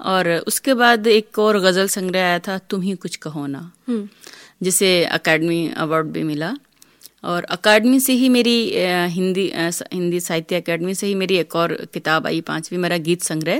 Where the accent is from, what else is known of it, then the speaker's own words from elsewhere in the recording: Rajasthan, India; first language Rajasthani; Hindi is a second language; मैं राजस्थान से हूँ, मेरी मातृभाषा राजस्थानी है